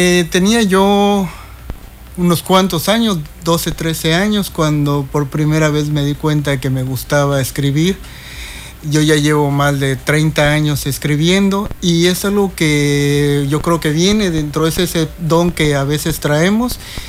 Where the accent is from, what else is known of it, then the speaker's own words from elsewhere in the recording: Cancún, Quintana Roo, Mexico; born there; Pues tengo el orgullo de decir que soy cancunense. Ajá. Tengo 43 años, me podría considerar fundador de Cancún